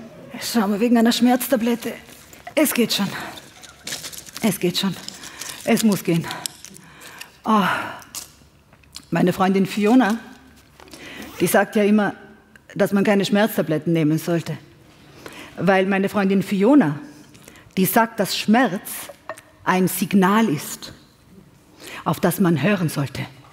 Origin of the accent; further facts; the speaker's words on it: Serbia; Und auf meiner Homepage, da steht, ich komme aus einem Ort namens Bička Materina ohne Autobahnanschluss in Serbien.